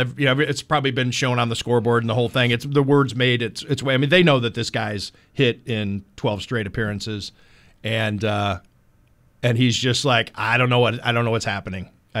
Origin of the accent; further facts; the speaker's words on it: Cleveland, Ohio, United States; when we grew up growing up in Cleveland